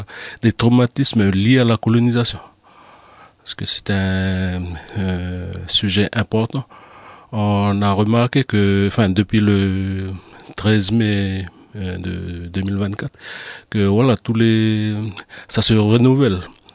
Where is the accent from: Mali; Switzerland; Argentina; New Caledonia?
New Caledonia; Hienghène, North Province; je suis originaire de Waré, à Yengen.